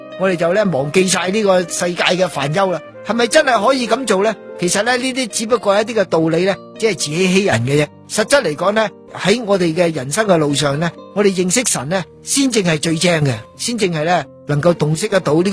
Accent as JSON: {"language": "Cantonese", "country": "China", "said": "有时我们中国人都想下啦"}